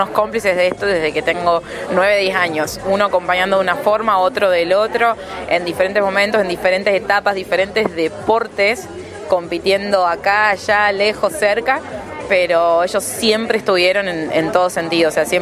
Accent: Lavalle, Argentina; now in Río Cuarto, Argentina; Sí, en realidad en Río Cuarto hace más de 14 años que estoy. Pero bueno, siempre nunca sentí que me fui de Lavalle

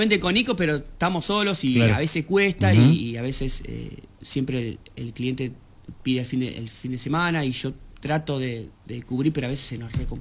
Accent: Junín de los Andes, Neuquén, Argentina; Y sí, somos re de Junín.

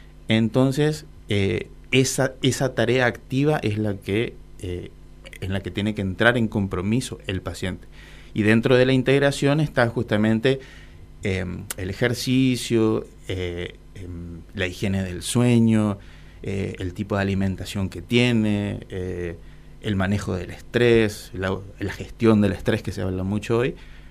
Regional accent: Corrientes, Argentina; moved away; de donde yo vengo, pues yo soy del interior de Corrientes

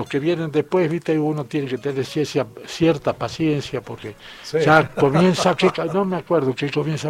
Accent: Argentina; nos demuestra cómo somos los argentinos.

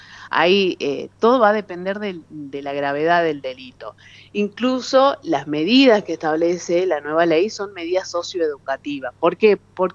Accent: Catamarca, Argentina

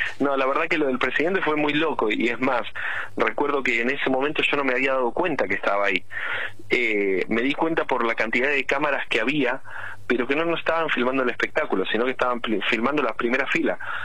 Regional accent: Argentina; moved away; yo me crié, me viví en la Argentina y me perfeccioné en la Argentina como cantante

